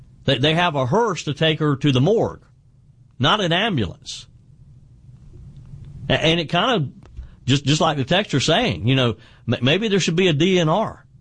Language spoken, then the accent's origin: English; South Carolina, United States; Tracy says the cost to house an inmate in my home state of South Carolina is about $62 a day